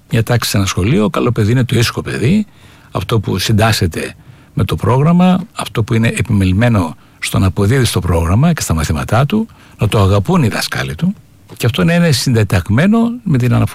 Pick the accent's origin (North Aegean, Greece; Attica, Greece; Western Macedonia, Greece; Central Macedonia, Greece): North Aegean, Greece; Chios; Το περπάτημά μου στο λιμάνι της Χίου. Όταν ήμουν 5-6 χρονών, η Χίος ήταν φτωχική όπως όλη η Ελλάδα.